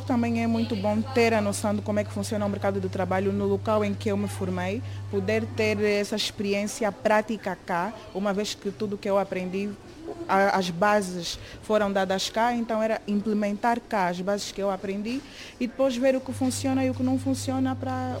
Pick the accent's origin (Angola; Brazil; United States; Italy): Angola; Luanda; moved away as an adult; now in Braga, Portugal; tenho 23 anos e venho de Angola, Luanda.